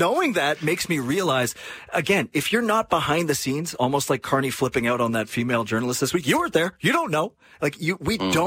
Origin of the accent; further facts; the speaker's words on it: Quebec, Canada; I grew up in Quebec.